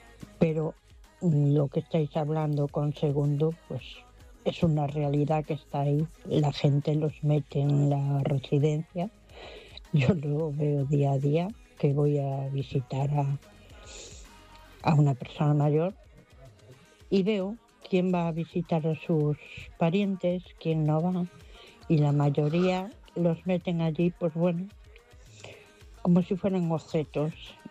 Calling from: A Coruña, Galicia, Spain; de La Coruña.

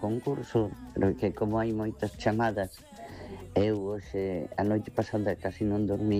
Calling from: Ferrol, Galicia, Spain; Hola, boas noites, Noemi. … de Ferrol. Xa chamei máis veces.

